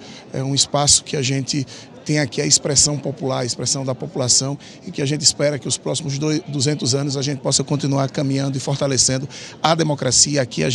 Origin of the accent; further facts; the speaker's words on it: Pernambuco, Brazil; enquanto nordestino, enquanto pernambucano